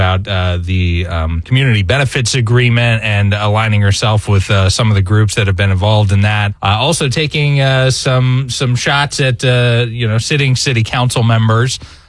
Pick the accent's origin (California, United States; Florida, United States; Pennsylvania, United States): Florida, United States; Clay County; I'm from Clay County. It's a pretty conservative area.